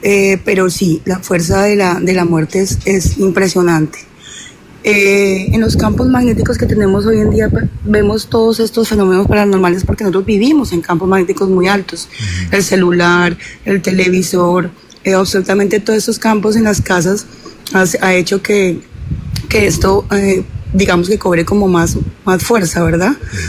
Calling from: Cali, Valle del Cauca, Colombia; Desde Colombia, lo mismo Cali

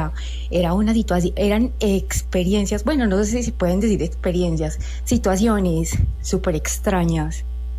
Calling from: Pereira, Risaralda, Colombia; Estoy en Pereira.

